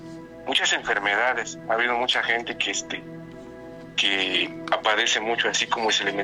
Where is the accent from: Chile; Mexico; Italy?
Mexico; Veracruz; now in Mexico City, Mexico; Mira, yo soy de un pueblo del estado de Veracruz